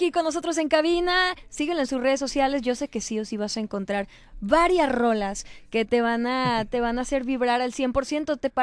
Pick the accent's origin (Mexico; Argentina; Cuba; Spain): Mexico; la energía que ya traemos nosotros por sí sola como mexicanos.